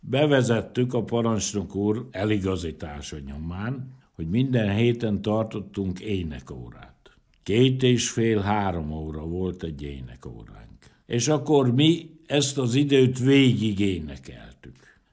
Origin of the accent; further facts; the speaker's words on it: Hungary; Én egy magyar ember vagyok, akinek van hagyománya, amit az apjától meg az anyjától tanult.